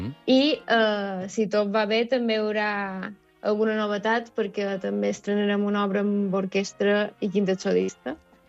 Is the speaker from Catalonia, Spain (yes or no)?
no; Felanitx, Balearic Islands, Spain; Niño de Sant Sebastià, i els altres tres són catalans, en Joan és de Reus, en Oriol d'Alcanar i en Xavi de Olesa de Montserrat i jo de Fadenitx.